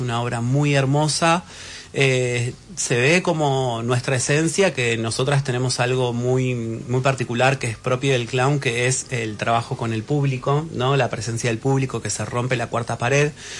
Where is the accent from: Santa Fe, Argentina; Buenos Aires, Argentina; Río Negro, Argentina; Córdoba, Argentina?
Buenos Aires, Argentina; No, en realidad nosotras somos de acá de Buenos Aires.